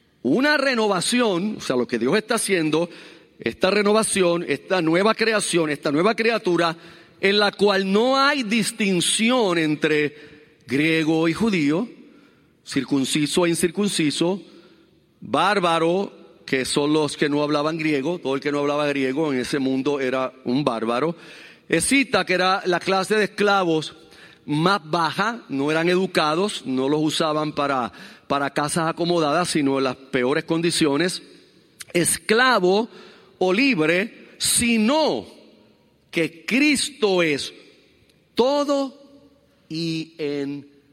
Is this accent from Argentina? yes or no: no; Puerto Rico; nosotros seguimos siendo boricuas